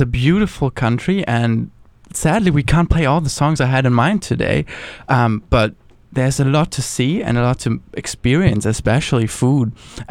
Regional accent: Germany; moved away; Germany, my home country.

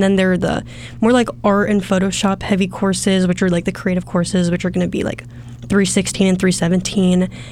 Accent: Columbia, South Carolina, United States; I'm from Columbia, South Carolina, and I'm a senior advertising major here at the University of South Carolina.

